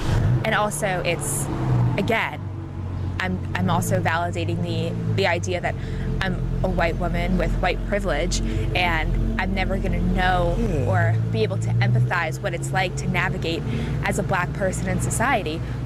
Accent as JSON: {"language": "English", "region": "New York", "country": "United States", "said": "I'm from New York"}